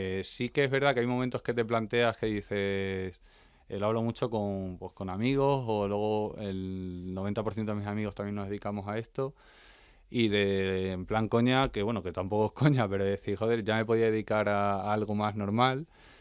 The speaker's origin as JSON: {"language": "Spanish", "region": "Extremadura", "country": "Spain", "moved": "as an adult", "lives_now": "Madrid, Spain", "said": "soy extremeño, pero llevo 15 años viviendo aquí en Madrid, que también es mi segunda casa"}